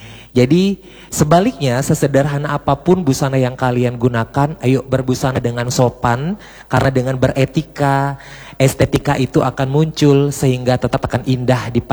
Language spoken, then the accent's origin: Indonesian; Bali, Indonesia; kita sebagai warga Provinsi Bali yang taat akan aturan